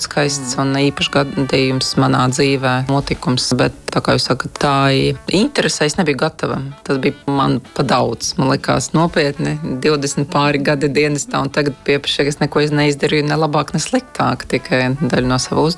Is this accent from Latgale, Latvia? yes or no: yes; Latgale, Latvia; es esmu no Latgales